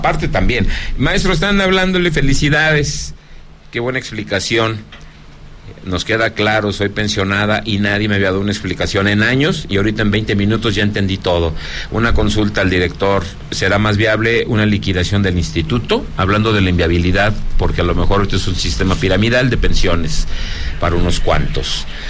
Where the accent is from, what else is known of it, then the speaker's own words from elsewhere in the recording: Zacatecas, Mexico; nos escuchamos mañana aquí en mi tierra Zacatecas